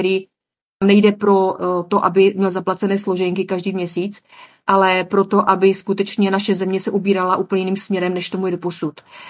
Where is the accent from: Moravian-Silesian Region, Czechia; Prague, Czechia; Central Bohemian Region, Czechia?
Moravian-Silesian Region, Czechia; miluji můj region, miluji Beskydy. Jsem holka z Podbeskydí